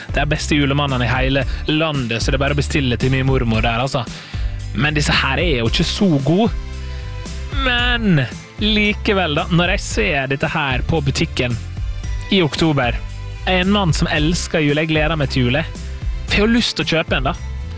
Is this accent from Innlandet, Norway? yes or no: no; Møre og Romsdal, Norway; altså i nabobygda der jeg kommer fra, er det litt av, der er jeg bygd som heter Gursken